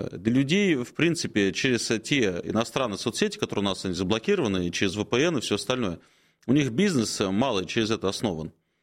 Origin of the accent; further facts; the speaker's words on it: Moscow, Russia; moved away as an adult; now in Moscow Oblast, Russia; Подмосковье мое родное, ну, я вообще москвич коренной, но вот уже давно живу в Подмосковье, служу в Подмосковье